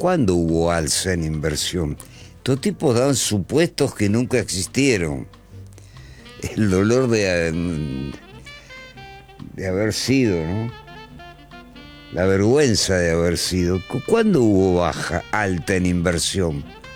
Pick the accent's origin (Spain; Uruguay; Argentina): Argentina